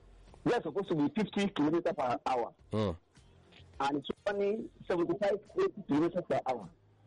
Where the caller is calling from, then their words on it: Ayobo, Lagos, Nigeria; From Ayobo here.